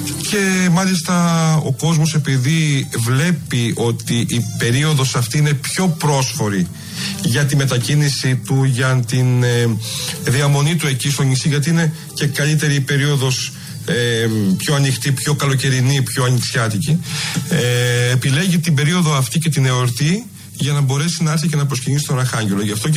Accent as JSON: {"language": "Greek", "country": "Greece", "also_born_or_lived": "Athens / Piraeus", "said": "εμείς οι άνθρωποι που επιλέξαμε να μείνουμε στον τόπο μας, γιατί και εγώ ίδιος έφυγα για σπουδές στην Αθήνα"}